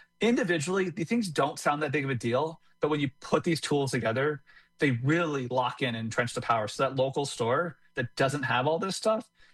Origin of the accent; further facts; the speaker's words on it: Iowa, United States; Like, I'm from Iowa.